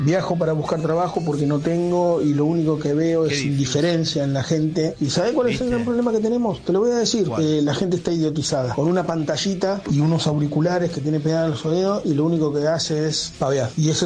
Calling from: Marcos Paz, Buenos Aires Province, Argentina; Hola, Branca y equipo, buenas tardes … de Marcos Paz.

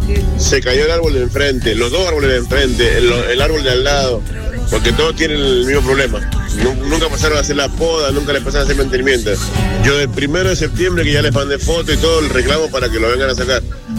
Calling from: Mendoza, Argentina; Yo vivo en Dorrego. Y desde que yo vivo acá, jamás han pasado con la poda. Te estoy hablando de más de 6 años.

